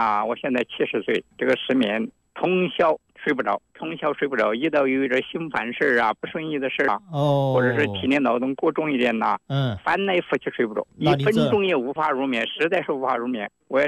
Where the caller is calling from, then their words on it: Zhongxiang, Hubei, China; 我是湖北钟祥。